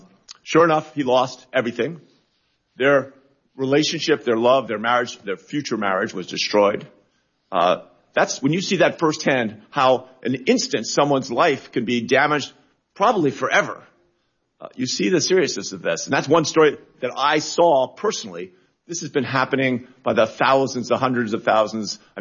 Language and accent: English; Colorado, United States; Many states, including my home state of Colorado, prohibit sports books from advertising to minors under 21